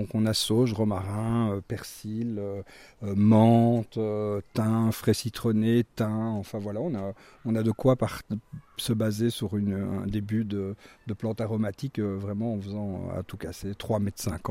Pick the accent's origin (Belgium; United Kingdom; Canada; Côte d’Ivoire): Belgium; Brussels, Brussels-Capital Region; moved away as an adult; now in Sancerre, France; nous venons de Belgique, hein, de Bruxelles, donc on est installé ici dans la région depuis début de l'année.